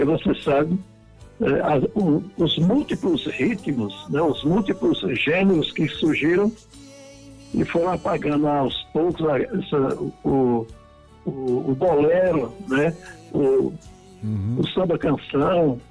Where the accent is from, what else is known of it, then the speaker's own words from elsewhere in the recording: Carnaíba, Pernambuco, Brazil; eu sou um cara do interior. Sou de Carnaíba, que é a terra do grande